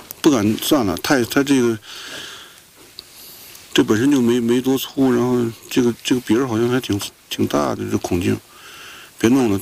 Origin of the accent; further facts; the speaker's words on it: China; born there; now in Xinjiang, China; 我们老家在内地嘛